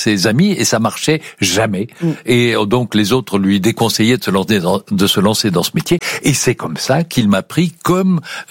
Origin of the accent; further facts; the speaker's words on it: Belgium; now in France; Mais je suis belge dans un pays où le vote est obligatoire.